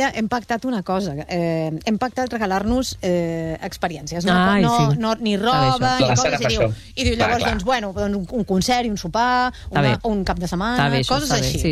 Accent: Barcelona, Catalonia, Spain; Que els que som de Barcelona anem per com tu en bicicleta o caminant

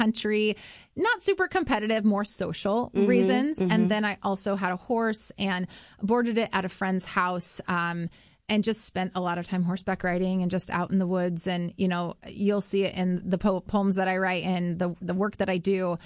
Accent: Ames, Iowa, United States; landed in Ames, Iowa. Okay. I grew up there, went to Gilbert, like we talked about. And just loved growing up in Iowa.

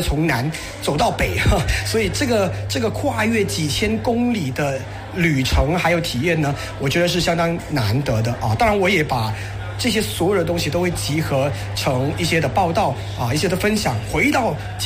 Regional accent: Malaysia; 我们作为马来西亚人，我们常说哎呀多语言的环境就是我们的骄傲

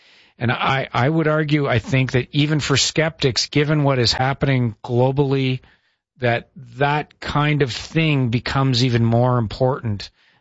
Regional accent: Toronto, Ontario, Canada; I'm unilingual. I grew up in Toronto.

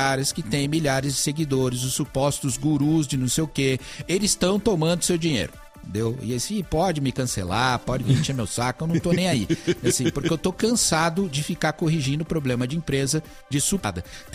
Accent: Bauru, São Paulo, Brazil; lá na minha cidade, Bauru, no interior de São Paulo.

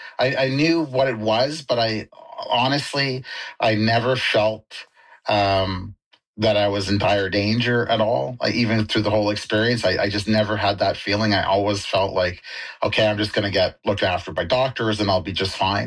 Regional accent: Maple Ridge, British Columbia, Canada; I'm from Maple Ridge and stuff like that.

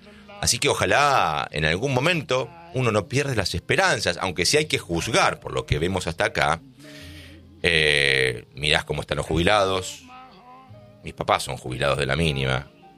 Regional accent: Argentina; Amo a mi país. Soy, como dijo Pochettino, 200, 300% argentino.

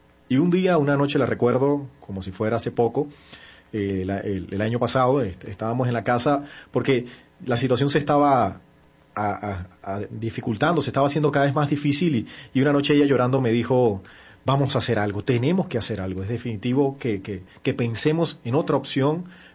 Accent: Venezuela; por la situación que estamos viviendo en el país

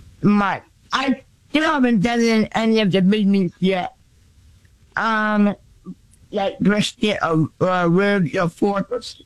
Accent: New England, United States; So I'm from New England.

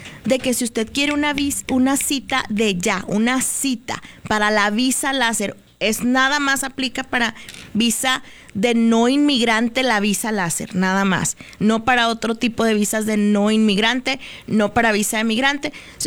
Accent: Mexico; aunque somos vecinos, pobres tercermundistas

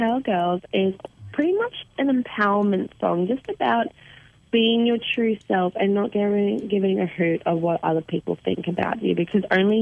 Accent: Cairns, Queensland, Australia; Well, we're from Cairns, and it's so funny. A lot of our family still live up there.

